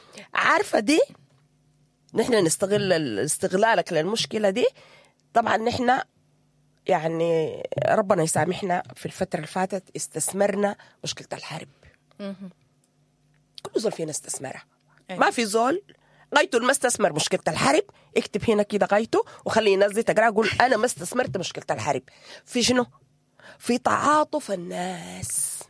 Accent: Sudan; ونحن في السودان فقدنا بيوتنا

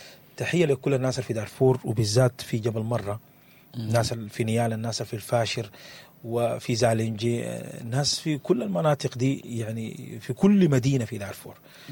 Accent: Sudan; لنا كسودانيين

